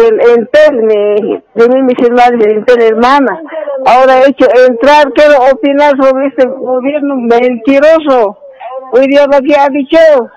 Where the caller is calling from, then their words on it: La Paz, Bolivia; Estoy llamando de Ciudad de La Paz.